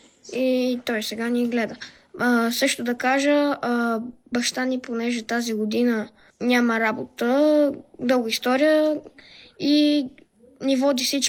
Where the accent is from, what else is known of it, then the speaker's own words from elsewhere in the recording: Sofia, Sofia City, Bulgaria; Да. От София сме и идваме тук цяло лято.